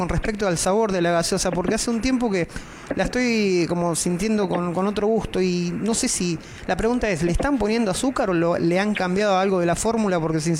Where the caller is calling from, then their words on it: Marcos Paz, Buenos Aires Province, Argentina; Yo me comunico de Marcos Paz, provincia de Buenos Aires.